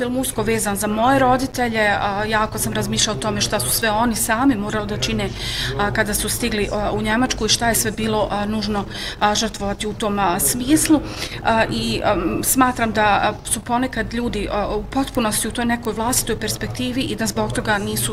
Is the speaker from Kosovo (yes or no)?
yes; Kosovo; now in Germany; ja sam odrastao na Kosovu i selo koje se pominje u filmu je zaista selo iz kog i sam potičem. Odrastao sam sa životinjama, sa kravama koje sam jako volio i vrlo su mi nedostajale u Njemačkoj